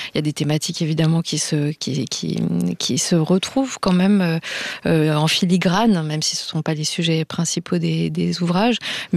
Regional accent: Auvergne-Rhône-Alpes, France; je m'attendais pas à éprouver autant d'amour pour ma région natale en écrivant sur elle

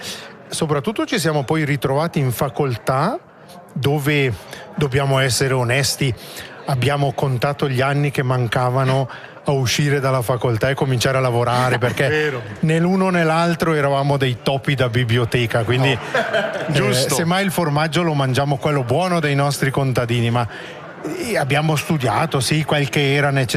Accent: Airolo, Ticino, Switzerland; now in Leventina, Switzerland; io sono cresciuto ad Airolo, noi da Airolo guardavamo un po' così la Medievalle, quindi io sono già un espatriato in qualche modo.

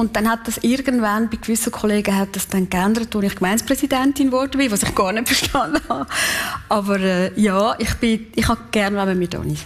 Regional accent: Kaltbrunn, St. Gallen, Switzerland; accent: Kaltbrunn dialect; Also ich meine, ich rede Kaltbrunner Dialekt, oder? Und es ist nicht, es tönt nicht nach St. Gallen.

